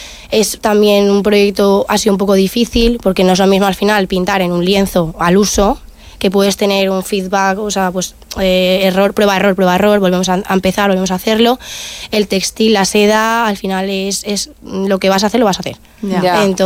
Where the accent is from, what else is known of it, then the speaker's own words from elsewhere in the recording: Valencian Community, Spain; Yo soy valenciana y la terreta siempre la tengo bastante, bastante unida.